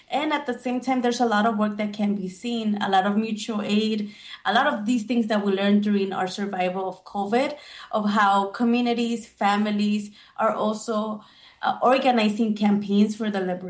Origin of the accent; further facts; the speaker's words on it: Oaxaca, Mexico; now in United States; We are indigenous from Zapoteca community.